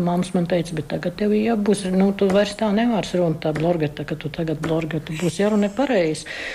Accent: Dundaga parish, Kurzeme, Latvia; accent: Dundaga Tamian subdialect; esi dūmelnieks, man tēvs nāk no Košrāka. Māte vairākas paudzes dzīvo Dūmelē, bet viņam vecāk atnāca kadreiz no Košrāka.

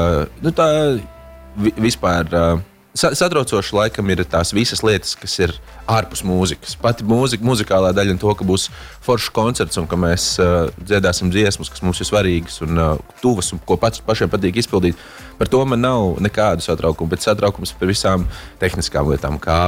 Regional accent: Riga, Latvia; Vispār es esmu diezgan rīdzinīts.

